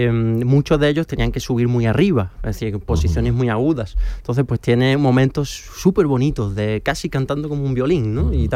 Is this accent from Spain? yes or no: yes; San Roque, Andalusia, Spain; moved away; yo soy de San Roque, y pueblecito del Campo de Gibraltar